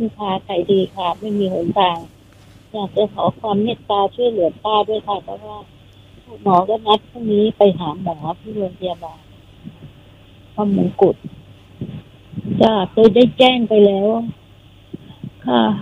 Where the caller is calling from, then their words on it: Bangkok, Thailand; อยู่กรุงเทพ